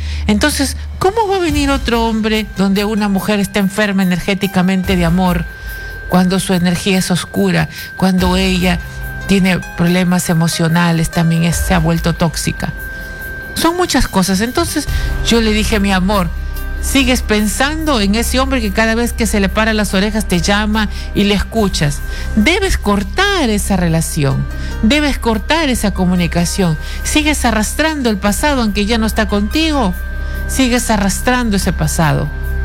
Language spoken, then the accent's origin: Spanish; Peru; como peruana que soy. Amo a mi país, quiero a mi país